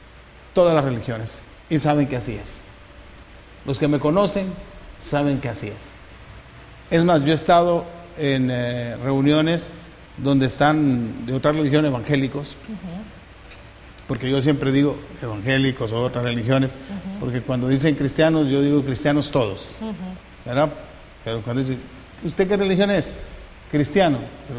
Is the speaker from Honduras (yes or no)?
yes; Honduras; Siendo yo hondureño.